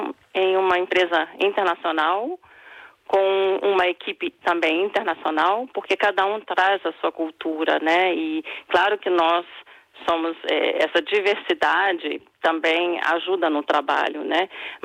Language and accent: Portuguese; Brazil; Nós temos na equipe colegas, né, que são da Turquia, colegas alemãs, eu sou brasileira, né